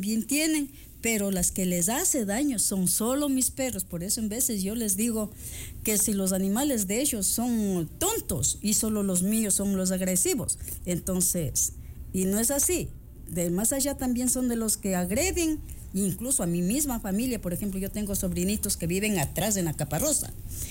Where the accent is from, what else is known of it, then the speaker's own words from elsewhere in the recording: Quito, Pichincha, Ecuador; now in Baños, Ecuador; yo vine de Quito por mi madre, de las cuales yo me quedé. Entonces, lo que me dedico yo es, yo tenía mi negocito aquí en Baños, después me fui a Río Verde.